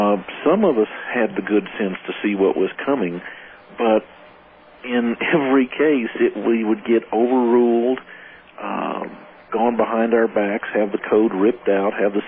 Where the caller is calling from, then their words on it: El Paso, Texas, United States; Well, not too far from you, over in El Paso.